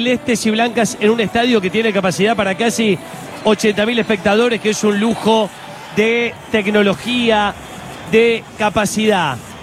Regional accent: Argentina; porque los argentinos somos así, insufriblemente campeones.

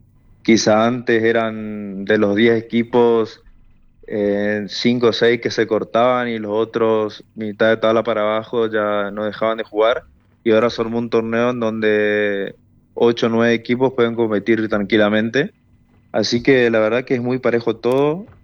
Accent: Curuzú Cuatiá, Corrientes, Argentina; now in Corrientes, Argentina; yo soy del interior, soy de Curuzú, Cuatiá

